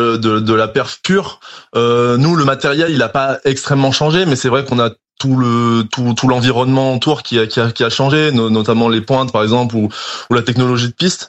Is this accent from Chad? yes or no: no; Martinique